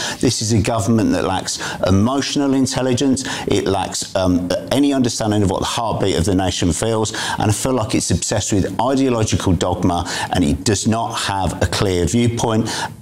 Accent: Midlands, United Kingdom; I grew up around the Midlands, you know, a big West Brom fan

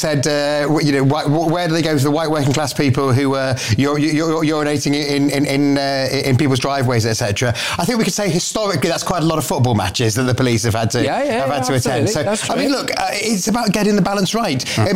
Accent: North West England, United Kingdom; you know, I'm from Greater Manchester like you, Patrick.

